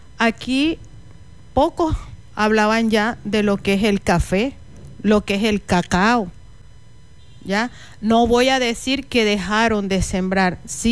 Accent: Venezuela; Somos venezolanos con todos los mismos derechos y deberes establecidos en la Constitución.

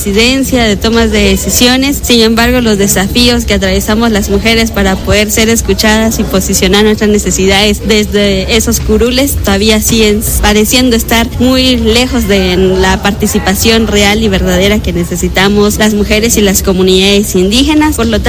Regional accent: Guatemala

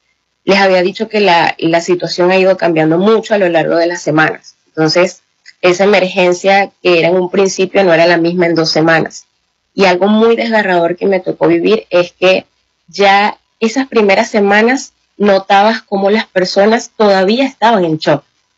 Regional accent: Barquisimeto, Lara, Venezuela; como soy de Barquisimeto

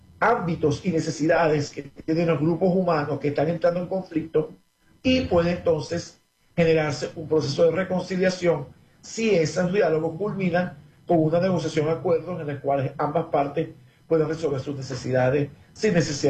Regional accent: Venezuela

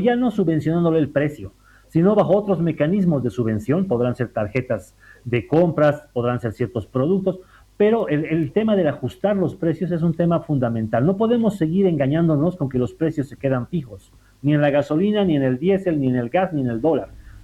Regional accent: Bolivia

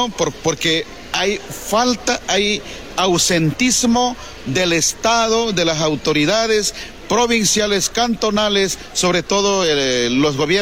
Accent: Ecuadorian Amazon, Ecuador; Nosotros controlamos nuestros territorios. Sobre todo en la Amazonía ecuatoriana

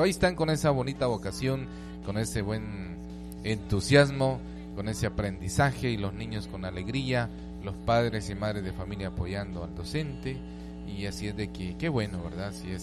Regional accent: Guatemala; como guatemaltecos, ¿verdad? De esta bella nación de Guatemala

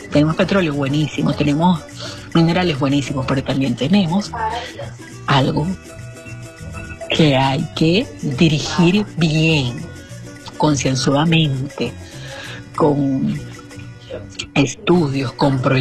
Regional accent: Apure, Venezuela; el estado Apure, mi tierra, la tierra de mis hijos

